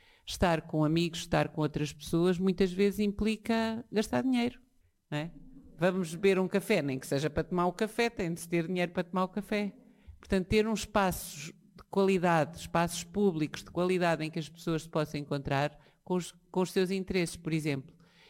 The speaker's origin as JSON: {"language": "Portuguese", "town": "Ovar", "region": "Norte", "country": "Portugal", "said": "Eu sou de Ovar."}